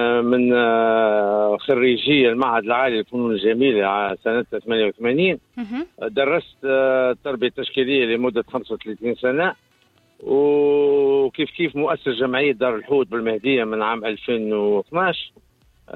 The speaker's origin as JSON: {"language": "Arabic", "country": "Tunisia", "said": "هو أكبر ميتينج عندنا في تونس"}